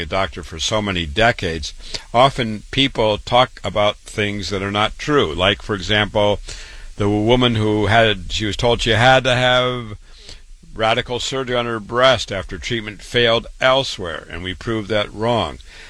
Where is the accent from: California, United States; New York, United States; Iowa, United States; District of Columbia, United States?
Iowa, United States; Waterloo; I wanted to introduce myself. I was born and raised in Waterloo, Iowa. I went to public school, university, MD, real medical doctor, MD.